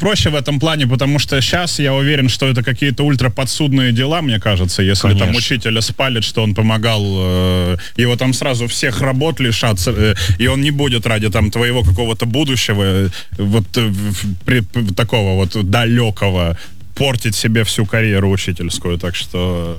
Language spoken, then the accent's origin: Russian; Saint Petersburg, Russia; Я же из Питера